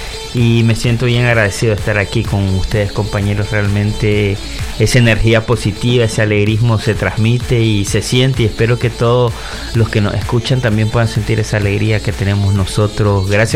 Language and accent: Spanish; Nicaragua